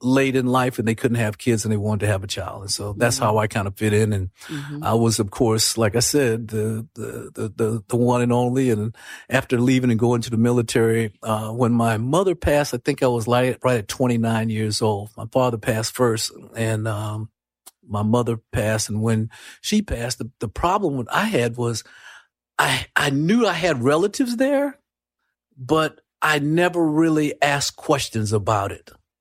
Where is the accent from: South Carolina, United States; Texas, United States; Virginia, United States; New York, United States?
South Carolina, United States; now in Little Rock, United States; In my home state, South Carolina, around family and everything.